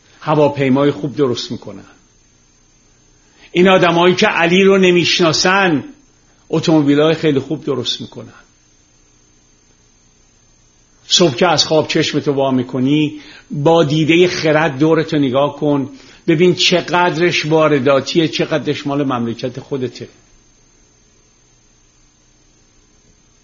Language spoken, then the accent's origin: Persian; Tehran, Tehran Province, Iran; born there; چون ما تو گل و شل بزرگ شدیم، من روزی که خیابون کوچه های تهران رو تیر میذاشتم که سیم برق بکشن یادمه.